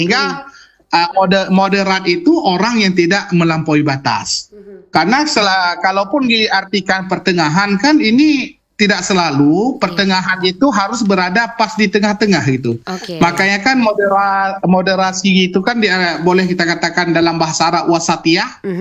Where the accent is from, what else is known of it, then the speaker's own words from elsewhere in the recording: Aceh, Indonesia; kalau bahasa kita orang Aceh kurang enak badan aja.